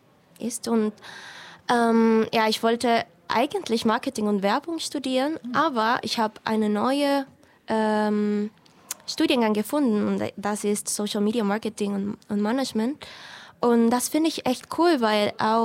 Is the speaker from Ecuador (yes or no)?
yes; Quito, Pichincha, Ecuador; German is a second language; moved away as an adult; now in Germany; ich komme aus Ecuador, ich bin 23 Jahre alt und ich wohne hier in Deutschland, ich glaube, 3 Jahren schon.